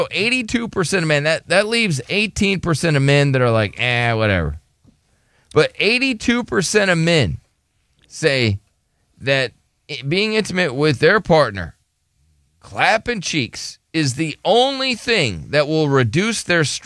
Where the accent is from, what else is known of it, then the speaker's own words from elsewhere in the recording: Minnesota, United States; I'm from Minnesota, so it'd be cold. You could fish in the winter and stuff.